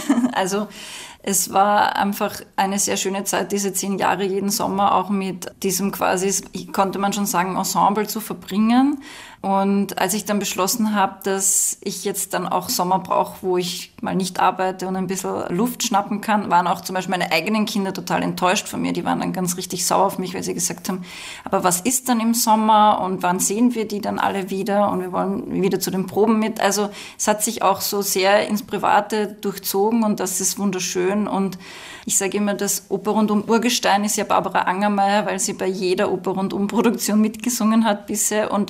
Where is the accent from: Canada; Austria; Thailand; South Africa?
Austria; Waidhofen an der Ybbs, Lower Austria; Also ich bin ja aufgewachsen eben in Waidhofen an der Ibs im Mostviertel